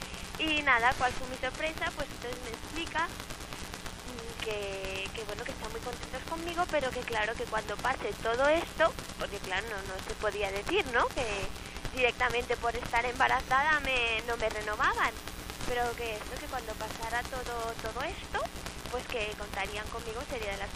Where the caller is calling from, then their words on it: Barcelona, Catalonia, Spain; Llamo desde Barcelona.